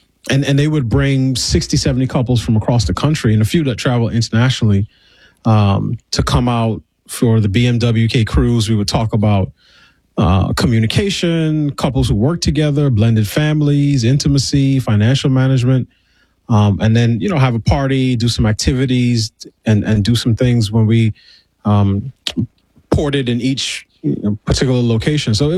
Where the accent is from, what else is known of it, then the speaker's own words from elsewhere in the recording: New York, United States; now in Washington, United States; I'm from New York and had been in the D.C. area for about 4 years at that point.